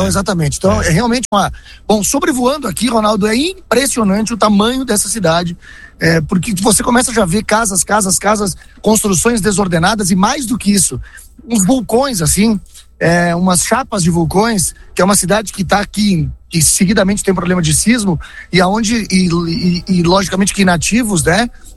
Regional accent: Brazil; quando sabem que somos brasileiros

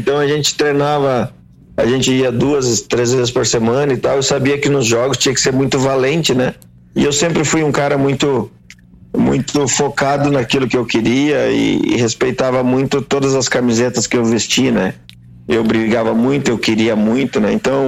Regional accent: Brazil; eu como brasileiro

